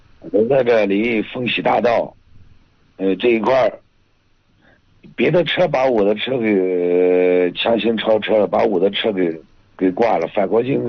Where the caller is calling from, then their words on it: Yongji, Shanxi, China; 我是永济的。